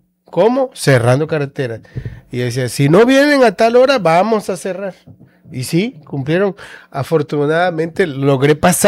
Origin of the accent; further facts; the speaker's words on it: Tabasco, Mexico; como decimos los tabaqueños, mocho